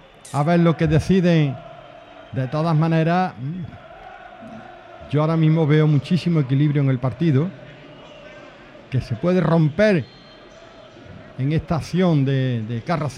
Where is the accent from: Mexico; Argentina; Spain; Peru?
Spain; Andalusia; Soy andaluz, no digo Pera, digo Pere.